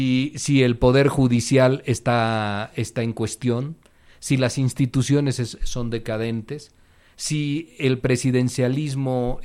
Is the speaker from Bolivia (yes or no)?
yes; Bolivia; Somos campeones los bolivianos para la excu